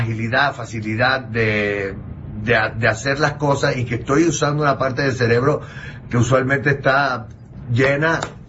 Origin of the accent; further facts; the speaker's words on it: Puerto Rico; now in Miami, United States; yo nací y me crié en Puerto Rico, donde la mitad del idioma es inventado, y luego me mudo a Miami, donde la otra mitad también es inventada